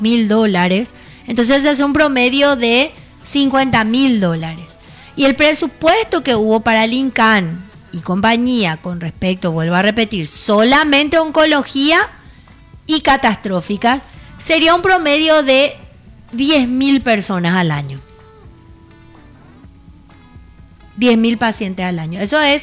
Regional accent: Paraguay; pero somos paraguayos.

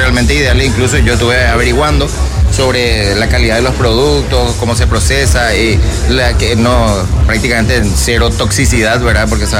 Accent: Luque, Central, Paraguay; vengo de la ciudad de Luque.

